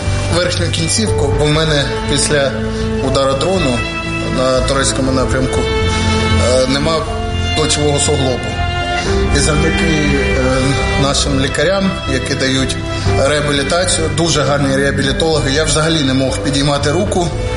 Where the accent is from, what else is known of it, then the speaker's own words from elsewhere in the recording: Kostiantynivka, Donetsk Oblast, Ukraine; born there; я сам з Донеччини, з міста Костянтинівка, як кажуть, де народився, там і пригодився.